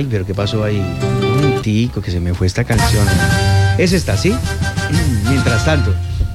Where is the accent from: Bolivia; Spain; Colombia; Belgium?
Colombia; Tolima; nosotros no sabemos el boom de tolimense porque somos del Tolima. Y así como nosotros somos tolimenses y nos sentimos obviamente quindianos